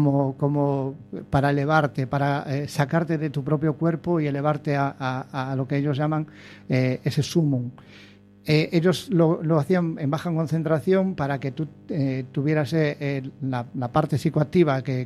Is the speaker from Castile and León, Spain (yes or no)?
no; Baiona, Galicia, Spain